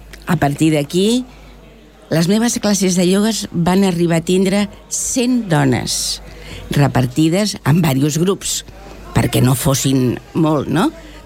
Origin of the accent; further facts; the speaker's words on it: Collblanc, Catalonia, Spain; Vull dir, tant el meu marit com jo vam néixer a Collblanc. Els nostres pares haguessin volgut que seguíssim visquent a Collblanc